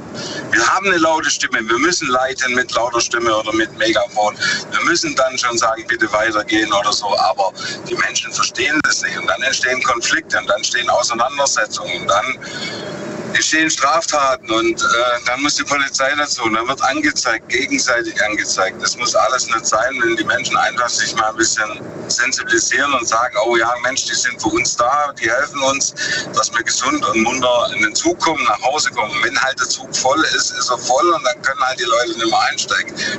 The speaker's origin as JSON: {"language": "German", "town": "Lenningen", "region": "Baden-Württemberg", "country": "Germany", "said": "Ich bin aus Lenningen."}